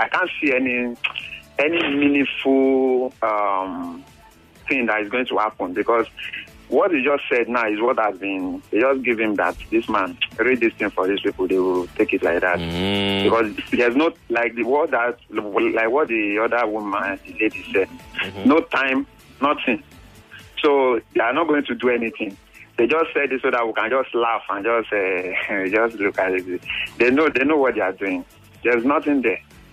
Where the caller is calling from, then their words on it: Nigeria; I'm calling from Igondo.